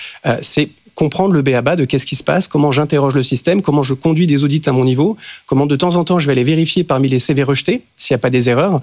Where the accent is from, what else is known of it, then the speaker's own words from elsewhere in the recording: France; moi, je voulais rentrer en France pour pousser ces sujets-là sur le plan scientifique.